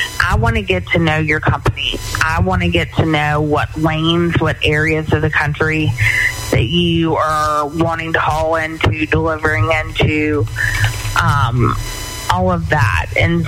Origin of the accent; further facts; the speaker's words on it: Pennsylvania, United States; if there's an opening in Pennsylvania, that I can switch to a load that's in my home state.